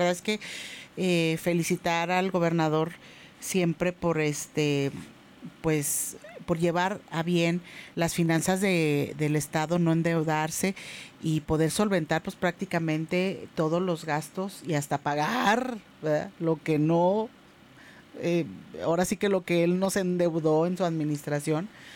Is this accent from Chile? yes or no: no; Zacatecas, Mexico; no soy de Guadalupe, yo soy de Zacatecas Capital, vivo acá en Zacatecas Capital